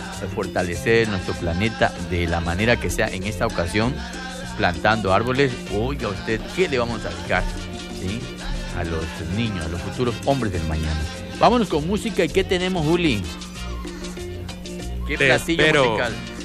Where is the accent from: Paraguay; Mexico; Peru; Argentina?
Mexico; hoy somos los mexicanos muy patrióticos.